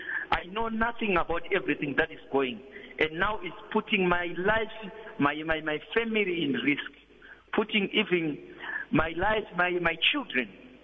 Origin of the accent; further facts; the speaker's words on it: Zimbabwe; moved away as an adult; now in South Africa; I am a politician from Zimbabwe. I've been in politics a long time ago, but I came here in South Africa 2017 after military coup, and I was staying here with my family.